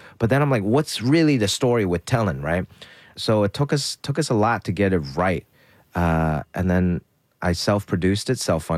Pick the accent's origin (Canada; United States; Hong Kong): Hong Kong; There's only one joke that's in Cantonese. But I just wanted to show that, first of all, Hong Kong is my hometown. I love it.